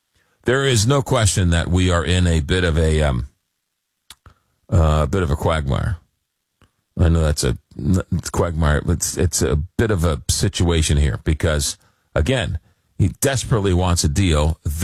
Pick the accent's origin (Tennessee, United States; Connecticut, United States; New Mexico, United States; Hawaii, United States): New Mexico, United States; from New Mexico, and I am not the fellow from Texas.